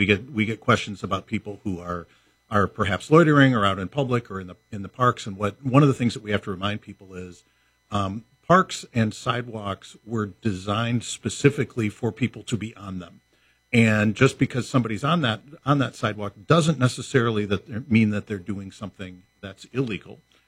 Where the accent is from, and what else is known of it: Mount Pleasant, Michigan, United States; born or raised there